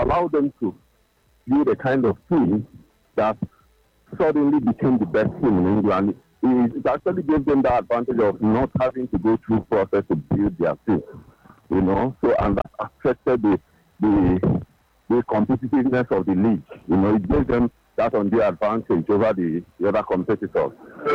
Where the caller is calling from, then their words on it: Lagos, Nigeria; I'm calling from Lekki.